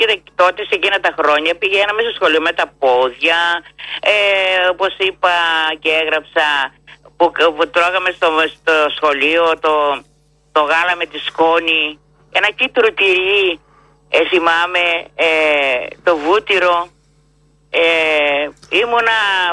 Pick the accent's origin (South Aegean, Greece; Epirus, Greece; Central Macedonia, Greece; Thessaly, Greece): Epirus, Greece; born there; Να ακουστεί για την Ήπειρο, την πατρίδα μου εδώ.